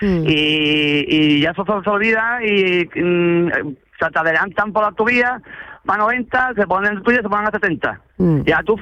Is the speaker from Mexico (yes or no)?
no; Jerez, Andalusia, Spain; Yo soy de Jerez, claro.